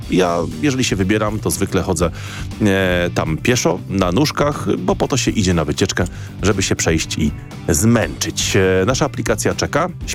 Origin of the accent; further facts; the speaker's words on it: Kraków, Lesser Poland, Poland; now in Warsaw, Poland; bo tutaj w stolicy mówi się pieszo, u mnie w Krakowie mówi się na nogach.